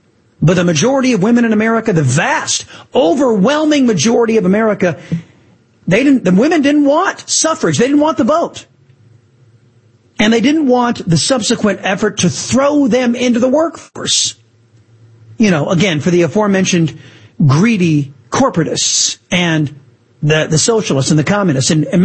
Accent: Texas, United States; somebody from my home state of Texas

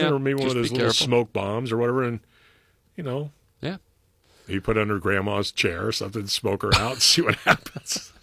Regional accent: United States; I'm American.

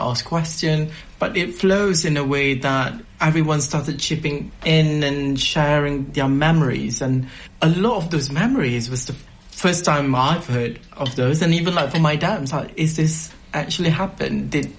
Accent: Malaysia; English is a second language; now in London, United Kingdom; I don't have to choose between being British or being a Malaysian. I can live for who I am now. Like how I live my early lives with my grandmother.

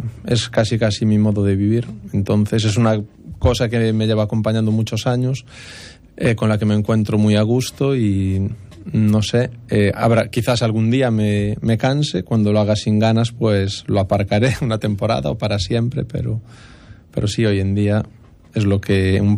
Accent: Verín, Galicia, Spain; Sí, bueno, yo soy de Verín, no sé si se puede considerar rural, creo que no, pero bueno.

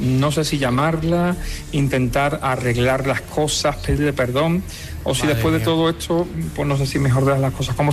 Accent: Lepe, Andalusia, Spain; Y fíjate, yo soy de Lepe, de Huelva, así que imagínate la papeleta.

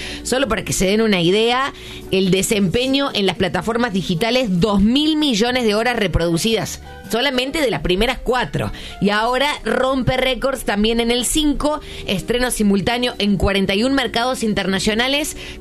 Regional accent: Jujuy, Argentina; now in Mendoza, Argentina; Soy Jujeño, radicado hace muchos años en Mendoza.

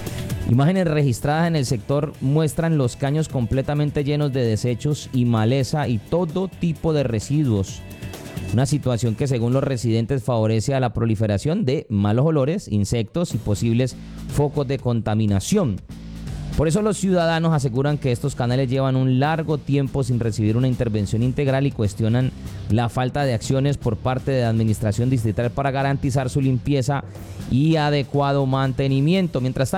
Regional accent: Cali, Valle del Cauca, Colombia; eso también es parte de cultura de nosotros como caleños

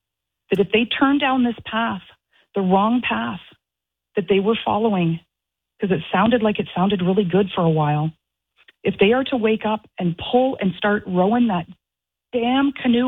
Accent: Canada; out of my love and respect for my homeland, for what my homeland did for me as a Canadian, coming from an impoverished family where, you know, our lineage struggled.

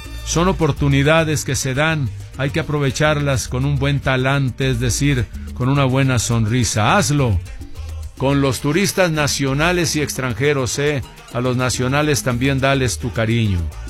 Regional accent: Mexico; mexicanos habitamos en esas ciudades

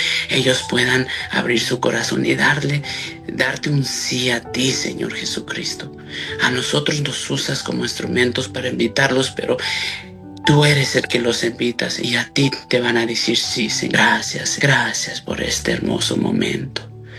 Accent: Mexico City, Mexico; also born or lived in Atlanta, Georgia; now in Gainesville, United States; yo soy de la Ciudad de México. Estamos ahorita en Gainesville, Georgia.

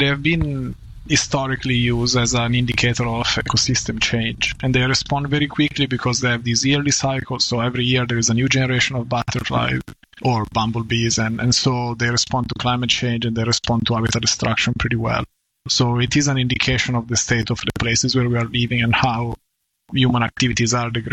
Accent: Italy; moved away; I mean, for me, I came from Italy, and the boreal forest is such a wild place. And for us in Europe, we don't have that perception of space and nature in such a large scale.

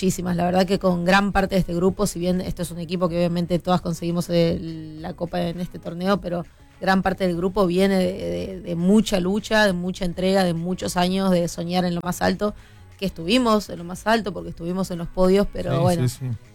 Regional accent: Tucumán, Argentina

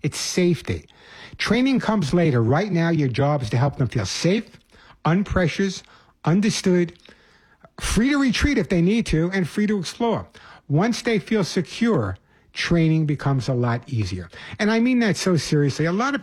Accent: New York City, New York, United States; When I was growing up in the Bronx

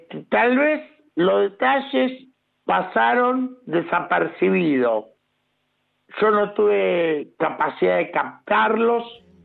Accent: Portugal; Spanish is a second language; Claro, no, yo soy portugués, hijo de portugués.

